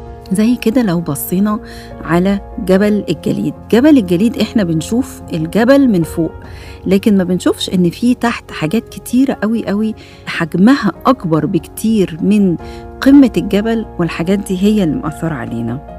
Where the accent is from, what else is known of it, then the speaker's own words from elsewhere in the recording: Egypt; خصوصا عندنا في مصر هنا، اللي فات مات